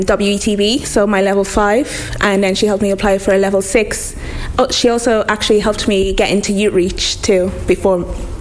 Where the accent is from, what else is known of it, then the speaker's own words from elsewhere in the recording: Watford, East of England, United Kingdom; now in Wexford, Ireland; I'm from Watford, and right now I'm studying social care in SETU Wexford.